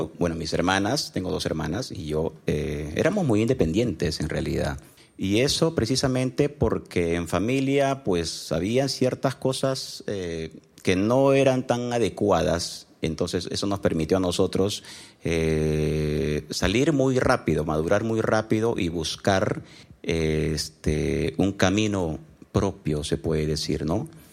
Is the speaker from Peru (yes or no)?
yes; Lima, Peru; born there; also born or lived in Cusco / Madre de Dios; Nací aquí en Lima, Perú, en el distrito de Pueblo Libre. Mi infancia la pasé viajando un poquito acá en Lima, viajé a Cusco también y viajé también a Madre de Dios, es la tierra de mi mamá